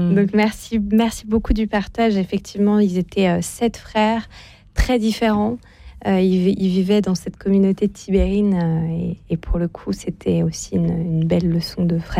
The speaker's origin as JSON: {"language": "French", "region": "Auvergne-Rhône-Alpes", "country": "France", "said": "Alors, bah moi, je viens de Savoie en plus, donc ça nous fait un point commun."}